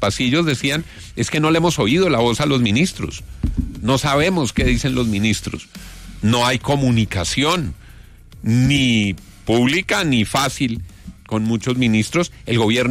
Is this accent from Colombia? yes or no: yes; Colombia; Y lo digo como colombiano